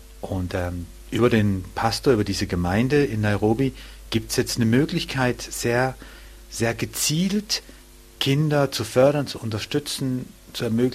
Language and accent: German; Germany; man kommt als Deutscher nach Afrika, der noch nie in Afrika war